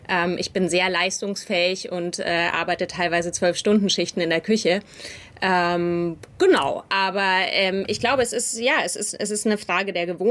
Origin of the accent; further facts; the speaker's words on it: Bavaria, Germany; Ich selbst bin auch mit Fleisch groß geworden. Ich bin in Bayern aufgewachsen.